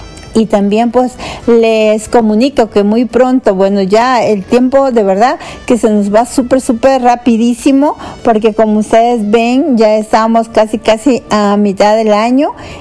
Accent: Ecuador; porque soy ecuatoriana, soy de este bello país del Ecuador, ¿sí?

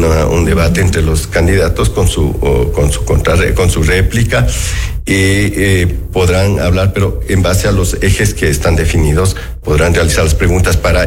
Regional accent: Ecuador; el deber cívico que tenemos que hacer como ecuatorianos

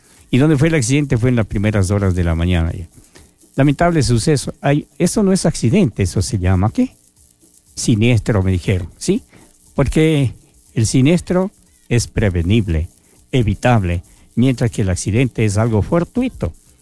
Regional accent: Ambato, Tungurahua, Ecuador; Saludos, don Ambate, desde Ambato, mi tierra, mi estimada.

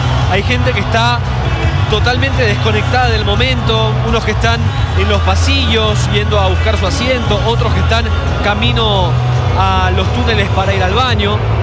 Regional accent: Ecuador; sí, somos de Ecuador.

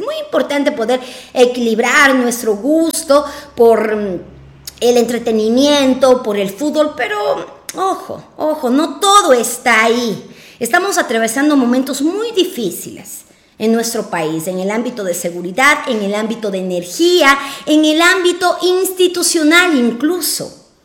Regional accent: Ecuador

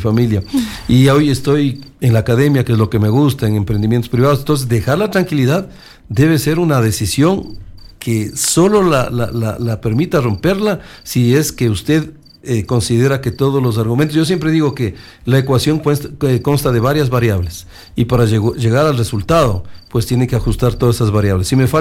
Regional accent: Ecuador; como ecuatoriano de bien

